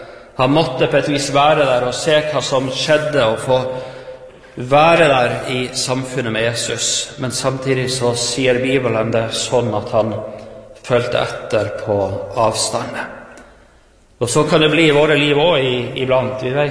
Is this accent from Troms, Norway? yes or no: yes; Troms, Norway; Jeg kommer fra Troms, hvor jeg er litt av bygd som heter Karvikhamn.